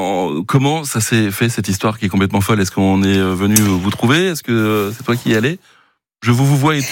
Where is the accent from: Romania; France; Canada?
France; Grand Est; En tant qu'Alsacien, beaucoup de gens vont comprendre que quelquefois on a le mot en alsacien et on n'arrive pas à le traduire.